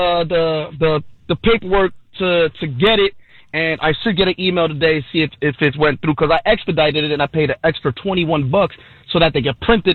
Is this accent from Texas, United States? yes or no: no; New York, United States; born there; moved away; I'm originally from New York.